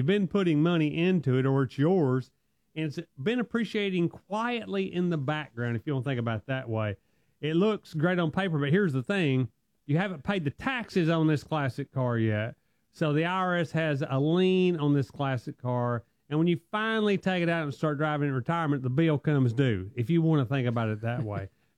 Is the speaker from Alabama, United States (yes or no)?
yes; Alabama, United States